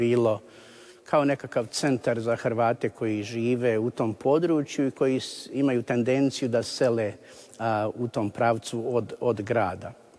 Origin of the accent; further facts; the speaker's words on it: Rinovci, Federation of Bosnia and Herzegovina, Bosnia & Herzegovina; moved away as an adult; now in North America; Inače sam rodom iz Rinovaca, koja su ponikla mnoga zvanja tijekom prošloga stoljeća, i svećeničkih i redovničkih. Rođen sam 74. godine, gimnaziju sam završio u Visokom i u Sinju